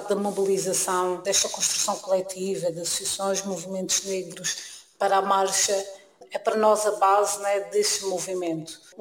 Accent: Portugal; born there; Muitos de nós nascemos aqui em Portugal

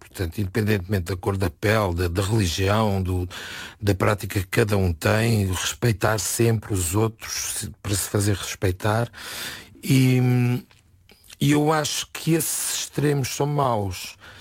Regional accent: Setúbal, Portugal; eu sou de Setúbal

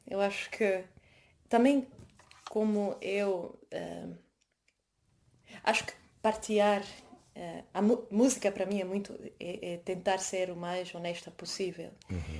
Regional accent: Mozambique; accent: Mozambican; Eu acho que como eu tenho essa mistura de sotaque moçambicano e eu não. O meu português é longe de ser perfeito, né?

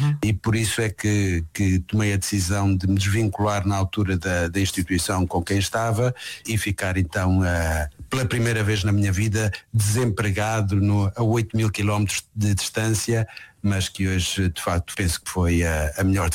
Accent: Aveiro, Portugal; moved away as an adult; also born or lived in Lisbon; eu saí de Aveiro e quando regressei a Portugal regressei para Lisboa

